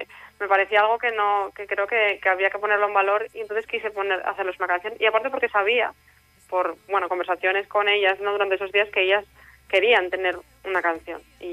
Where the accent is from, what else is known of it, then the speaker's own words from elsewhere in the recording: Asturias, Spain; Y a mí me sorprendió que yo no fuera, siendo sobre todo asturiana, ¿no?